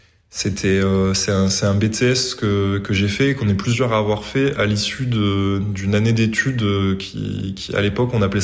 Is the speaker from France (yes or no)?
yes; Montpellier, Occitanie, France; je viens de Montpellier, je suis un pur produit montpelliérain.